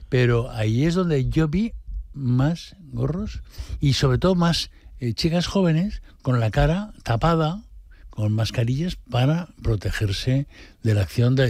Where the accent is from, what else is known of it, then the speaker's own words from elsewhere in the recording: Almàssera, Valencian Community, Spain; Nosaltres venim d'Almàssera